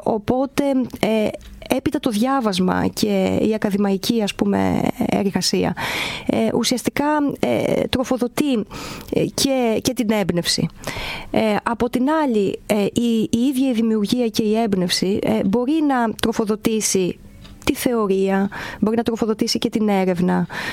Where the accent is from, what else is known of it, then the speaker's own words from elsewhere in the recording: Volos, Thessaly, Greece; also born or lived in London / Paris; η πόλη μου εδώ και ο Βόλος ουσιαστικά έχει υποστηρίξει πάρα πολύ από τότε καλλιτεχνικά το έργο μου.